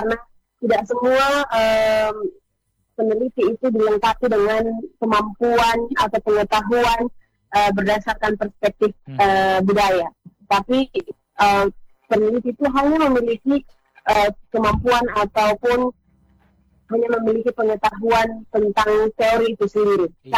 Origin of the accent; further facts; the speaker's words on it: Kefa, East Nusa Tenggara, Indonesia; saya ini bukan asli orang Kodi, saya campuran orang Kodi di sini, orang Kodi Kefa, tanggal berapa saya orang Kefa, mama saya orang Sumba